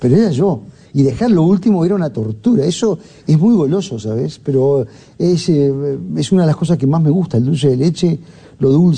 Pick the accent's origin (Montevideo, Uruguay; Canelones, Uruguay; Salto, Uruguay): Montevideo, Uruguay; cuando yo nací en Civil Silaboyá, después me mudé a Lucio Rodríguez y Camilo Las Tropas, que es al lado del Estadio del Cerro, a 2 cuadras del Estadio del Cerro. Y sí, era un barrio muy obrero.